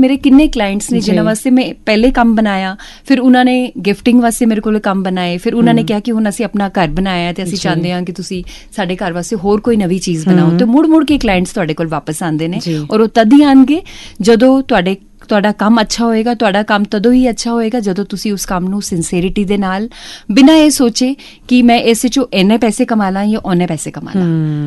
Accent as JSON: {"language": "Punjabi", "region": "Jammu and Kashmir", "country": "India", "tie": "born or raised there", "said": "ਅਸੀਂ 80s born children ਹੈਗੇ ਹਾਂ ਤੇ ਕਸ਼ਮੀਰ ਵਿੱਚ ਅਸੀਂ ਬਹੁਤ ਹਾਲਾਤ ਖਰਾਬ ਦੇਖੇ ਜਦੋਂ ਅਸੀਂ ਪਲੇ ਬੜੇ ਆਏ ਇੱਥੇ।"}